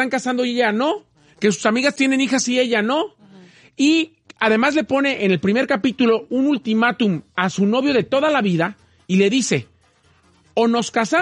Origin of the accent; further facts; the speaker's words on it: Mexico; nosotros como mexicanos o la cultura mexicana no tenemos la cultura del psicólogo.